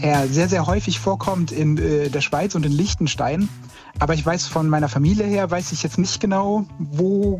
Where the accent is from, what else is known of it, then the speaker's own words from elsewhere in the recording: Saarland, Germany; born there; now in Dierdorf, Germany; ich bin im Saarland geboren und Großeltern und ich glaube auch Urgroßeltern waren noch im Saarland.